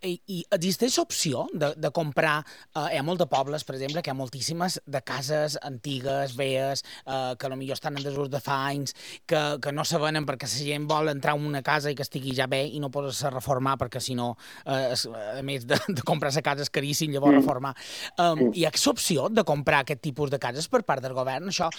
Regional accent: Consell, Balearic Islands, Spain; Jo, per exemple, som de Consell i jo tinc la sort de tenir una vivenda

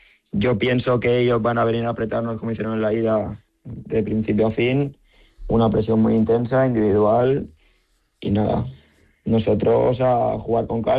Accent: Barcelona, Catalonia, Spain; now in Palma, Spain; Soy de Barcelona

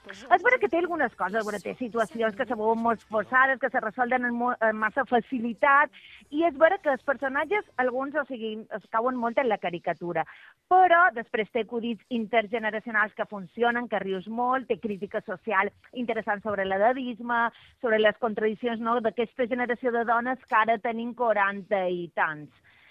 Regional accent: Porto Cristo, Balearic Islands, Spain; Estic a Porto Cristo, que són les festes del Carme

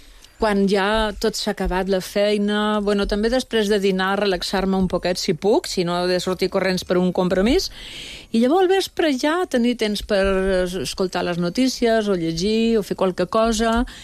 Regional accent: Barcelona, Catalonia, Spain; born there; moved away as an adult; now in Palma, Spain; De Palma. Vaig néixer a Barcelona, però vaig venir a viure aquí... I ja crec que ja som mallorquina, ja tinc dret de nacionalitat mallorquina.

